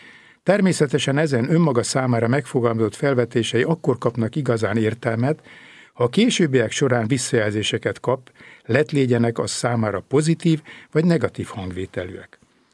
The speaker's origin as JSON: {"language": "Hungarian", "town": "Törökkoppány", "region": "Somogy", "country": "Hungary", "tie": "born or raised there", "said": "Egy szülőfalumbéli már évtizedek óta nem ott élő egykori iskolatársam, felsőbévesen volt egykoron, hívott fel a napokban telefonon és azt mondta, minden szombaton megrékadsz. Török koppányban egykor ezt így mondták, ha valakinek könnyet csalt a szemébe valami."}